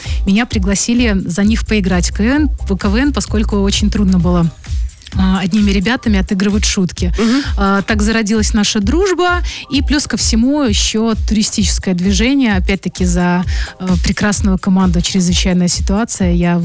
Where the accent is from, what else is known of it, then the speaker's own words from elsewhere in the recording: Liozno, Vitebsk Region, Belarus; и вот в то время это было Лиозно, оттуда я начинала свою трудовую деятельность, это моя малая родина.